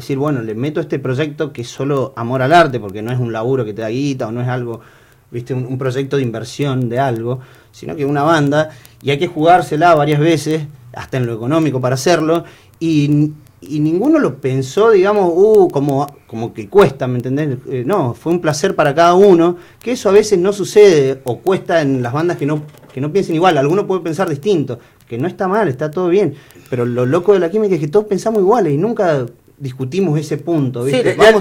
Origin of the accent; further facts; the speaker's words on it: Mendoza, Argentina; Yo soy mendocino. Yo soy mendocino